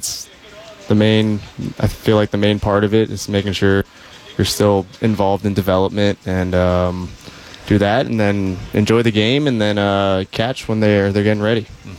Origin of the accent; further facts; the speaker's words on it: Japan; So I grew up in Japan and I speak some Japanese.